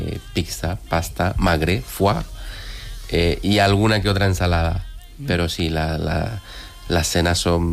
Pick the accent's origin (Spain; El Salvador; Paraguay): Paraguay; moved away; Bueno, yo llevo 22 años aquí, pero soy de Paraguay.